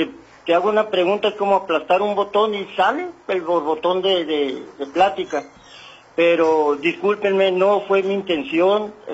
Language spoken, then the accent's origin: Spanish; Mexico; Todos somos mexicanos, todos tenemos ese derecho.